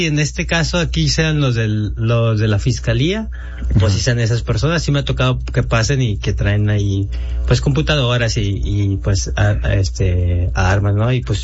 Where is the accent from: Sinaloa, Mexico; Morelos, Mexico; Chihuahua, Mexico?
Morelos, Mexico; Jojutla; moved away; ya con eso ya me regresaba a Jojutla.